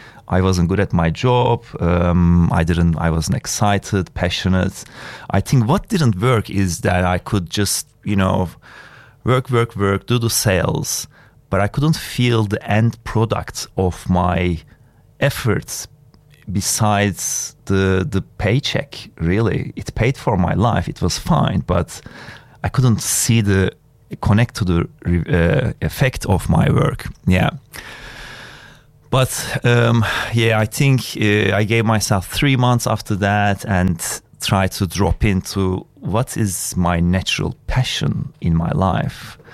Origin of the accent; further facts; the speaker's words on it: Istanbul, Turkey; moved away as an adult; now in Australia; Look, I grew up in Istanbul at a, you know, just middle-class family, I think, and studied engineering and then came to Australia and did a master's degree in business.